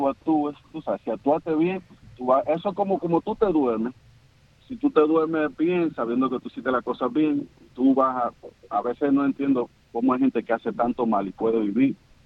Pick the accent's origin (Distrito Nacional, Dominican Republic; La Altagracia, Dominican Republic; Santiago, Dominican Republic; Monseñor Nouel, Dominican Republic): Monseñor Nouel, Dominican Republic; Bonao; Yo soy de Bonao, y eso fue en San Isidro, Bonao.